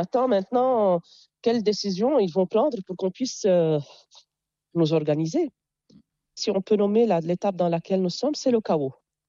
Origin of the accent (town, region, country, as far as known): Jounieh, Keserwan-Jbeil, Lebanon; born or raised there